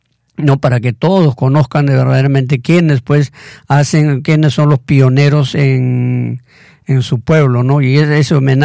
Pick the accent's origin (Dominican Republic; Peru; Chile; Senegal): Peru